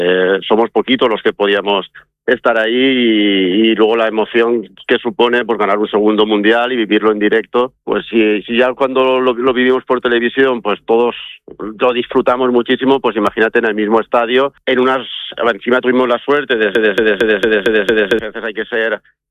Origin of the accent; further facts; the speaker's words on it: Valencian Community, Spain; como en la tierra nuestra, como en la Comunidad Vale